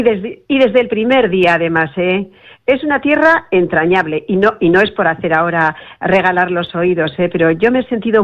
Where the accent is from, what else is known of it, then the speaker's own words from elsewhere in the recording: Tolosa, Basque Country, Spain; born there; now in Gijón, Spain; Bueno, mi padre era navarro, yo soy vasca de Tolosa.